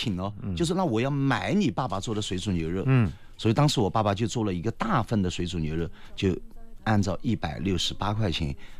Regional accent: Jiangyou, Sichuan, China; now in Jinjiang, China; 李白的这个故居就在我家的旁边

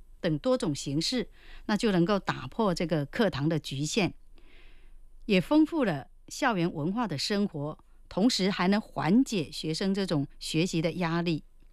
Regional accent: Jinjiang, Fujian, China

